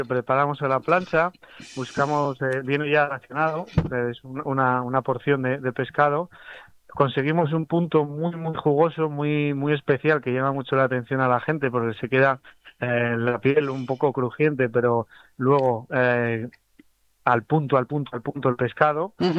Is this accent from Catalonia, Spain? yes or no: no; Madrid, Community of Madrid, Spain; yo soy de Antón Martín, del centro de Madrid.